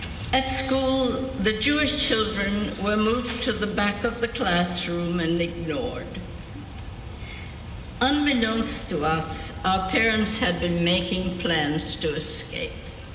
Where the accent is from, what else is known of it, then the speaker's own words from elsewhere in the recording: Vienna, Austria; I was born right here in Vienna on December 1930. My father was chief editor of the Kronen Zeitung, and we lived in the 9th district.